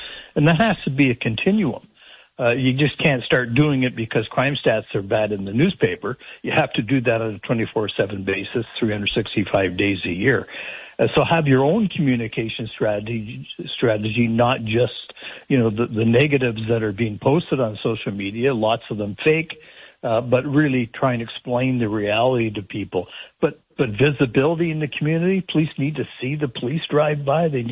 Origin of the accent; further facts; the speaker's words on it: Sault Ste. Marie, Ontario, Canada; or I grew up in Sault Ste. Marie, I didn't hear about Toronto or Ottawa or Edmonton crime.